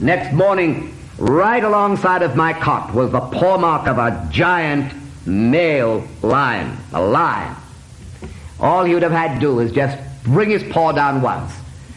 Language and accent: English; Angola; also born or lived in Zambia; I was born in Africa, in a little place called Sakaji Hill, away up there in Northern Rhodesia, as it was then, now Zambia. You say, Didn't you come from Angola? Yes, I lived for 17 years of my life in Angola as a missionary kid.